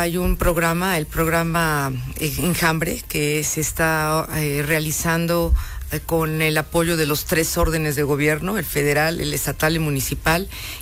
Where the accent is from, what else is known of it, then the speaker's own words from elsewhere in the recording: Teziutlán, Puebla, Mexico; yo soy de Teciutlán, soy teciuteca